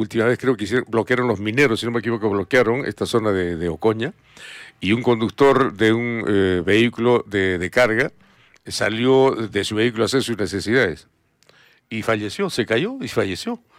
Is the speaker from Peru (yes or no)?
yes; Peru; ¿No somos peruanos también?